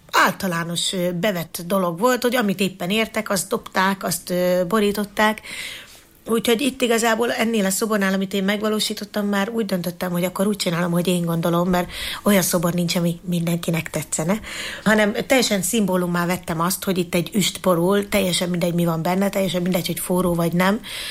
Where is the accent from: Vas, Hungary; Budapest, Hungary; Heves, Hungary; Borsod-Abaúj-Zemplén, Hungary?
Heves, Hungary; Eger; EGRI nőként itt nőttem fel, tehát tudom, hogy mit jelent jelent az, hogy a városom a mindenem